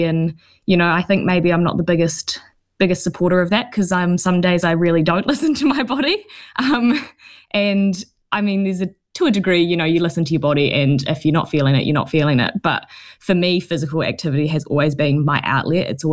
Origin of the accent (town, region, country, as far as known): Canterbury, New Zealand; born or raised there